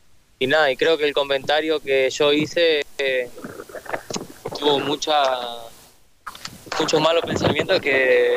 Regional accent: Argentina; yo soy argentino

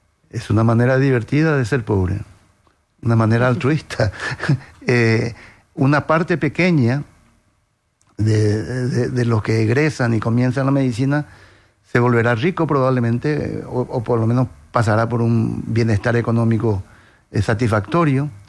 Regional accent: Paraguay

